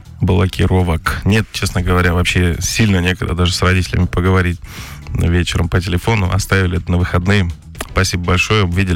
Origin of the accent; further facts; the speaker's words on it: Kyrgyzstan; now in Russia; Вот смотри, я же из Киргизии.